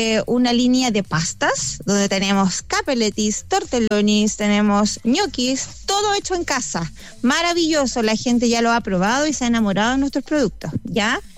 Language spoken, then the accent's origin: Spanish; Quilpué, Valparaíso, Chile; Somos de Quilpué, del restaurante El Clandestino.